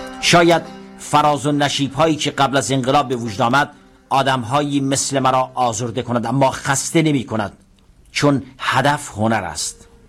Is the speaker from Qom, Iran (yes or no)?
no; Tehran, Tehran Province, Iran; محلی که تحصیل می‌کردم در بازار تهران خیام و سید نصرالدین بود. در این محله به دنیا آمدم و تمام دوران تحصیلم را در همین محله پرسه زدم